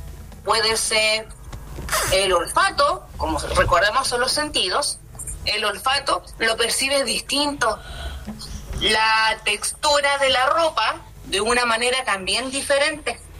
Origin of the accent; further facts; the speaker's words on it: Chile; algunos nacimos en el norte, otros nacimos en el sur, pero seguimos siendo chilenos